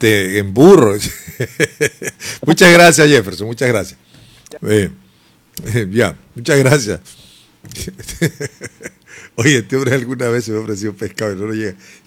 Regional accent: Esmeraldas, Ecuador; also born or lived in Manabí; llegué a Esmeralda, mi tierra

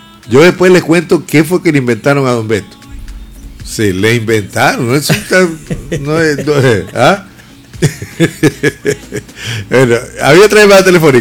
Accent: Ecuador; nosotros somos ecuatorianos.

